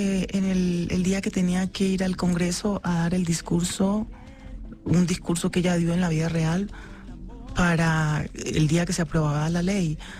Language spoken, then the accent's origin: Spanish; Timbiquí, Cauca, Colombia; moved away; also born or lived in Cali / Bogotá / New York; Yo vengo de Timbiquí, un pueblo que queda bien retirado, en la mitad de la selva, alrededor de un río. Llego a Cali